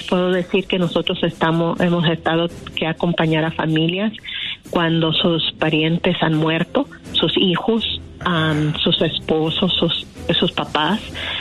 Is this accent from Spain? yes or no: no; Mexico; nosotros como mexicanos